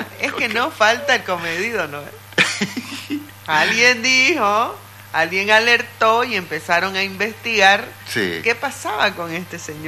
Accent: Los Ángeles, Santa Cruz, Bolivia; desde Los Ángeles, una localidad en la provincia Ñuflo de Chávez, mi pueblo natal

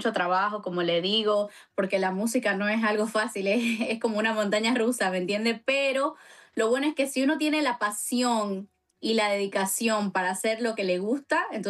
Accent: Bolivia; yo como artista boliviana

